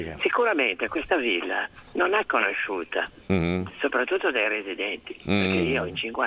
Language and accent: Italian; Genoa, Liguria, Italy; born there; now in Sestri Ponente, Genoa, Italy; Io sono nato a Marassi, poi sono trasferito per motivi di cuore, eccetera.